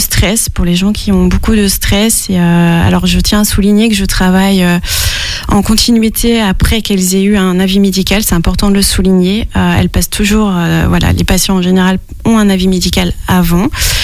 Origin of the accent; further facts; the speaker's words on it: Challans, Pays de la Loire, France; also born or lived in Saint-Jean-de-Monts / Belleville-sur-Vie; now in Saint-Urbain, France; j'ai fait toute mon enfance à Chalon.